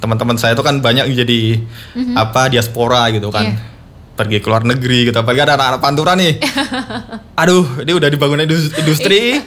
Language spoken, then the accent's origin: Indonesian; Kendal, Central Java, Indonesia; kita tuh orang Indonesia gitu kan, kita orang Kendal nih.